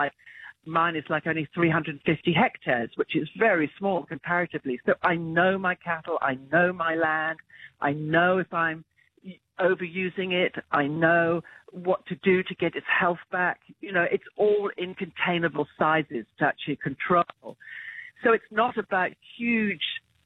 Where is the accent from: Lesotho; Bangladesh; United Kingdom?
United Kingdom; England; now in Australia; I grew up in England, so I didn't grow up particularly with skincare protocols.